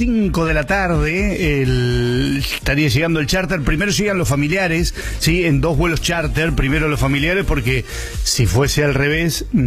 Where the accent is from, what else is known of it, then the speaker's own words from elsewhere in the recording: Colombia; Yo soy de otro país, yo soy una colombiana que reside en el mundo